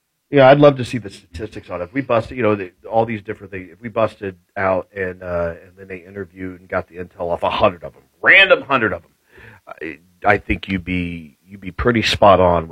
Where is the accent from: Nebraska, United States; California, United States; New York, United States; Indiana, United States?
Indiana, United States; Indianapolis; now in Franklin, United States; I am an indie guy. I grew up in Indianapolis. I love the city of Indianapolis. Indianapolis is the best. I always refer to it, it's a big city